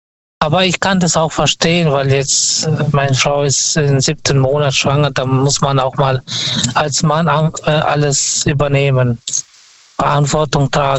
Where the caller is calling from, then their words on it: Karlsruhe, Baden-Württemberg, Germany; Ich bin aus Karlsruhe.